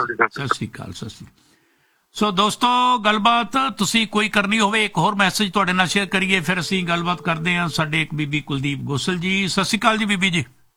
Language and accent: Punjabi; Faridkot, Punjab, India; ਸਾਡੇ ਫਰੀਦਕੋਟ ਦਾ ਸੀ ਜੀ, ਮੈਂ ਵੀ ਫਰੀਦਕੋਟ ਦਾ ਹੀ ਹਾਂ